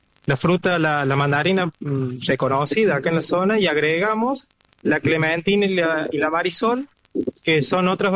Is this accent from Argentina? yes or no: yes; Quilino, Córdoba, Argentina